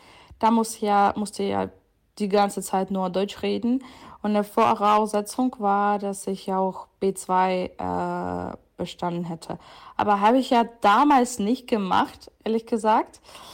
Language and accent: German; Dnipro, Dnipropetrovsk Oblast, Ukraine; moved away as an adult; now in Germany; Also ich komme aus der Ukraine, aus Dnipro. Und das erste Mal bin ich 2022 nach Deutschland gezogen. Ursprünglich bin ich ja wegen des Krieges nach Deutschland gekommen.